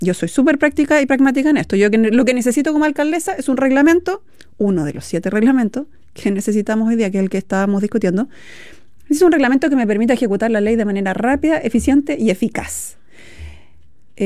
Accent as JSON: {"language": "Spanish", "country": "Chile", "said": "Y si en Chile tenemos unos bailes folclóricos maravillosos."}